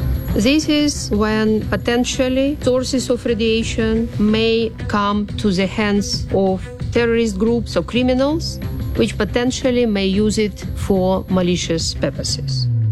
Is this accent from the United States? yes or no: no; Belarus; Prior to joining the IAEA, I was working in my home country, Belarus